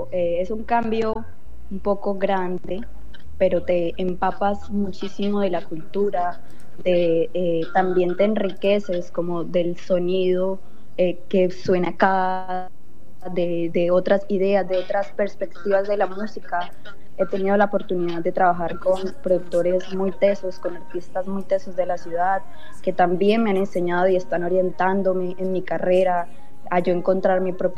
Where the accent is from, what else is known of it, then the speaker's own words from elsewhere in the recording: Cantagallo, Bolívar, Colombia; moved away as an adult; also born or lived in Barrancabermeja; Soy de Cantagallo, sur de Bolívar.